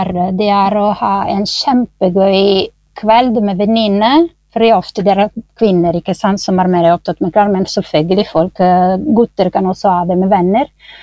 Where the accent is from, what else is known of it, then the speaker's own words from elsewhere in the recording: Italy; Norwegian is a second language; now in Norway; jeg kommer fra Italia